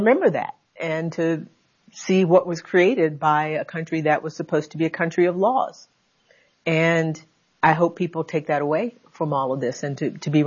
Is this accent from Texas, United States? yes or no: yes; Conroe, Texas, United States; In that Gordon Reed Elementary School in my hometown. Yes. In Conroe, Texas. Yeah, Conroe, Texas.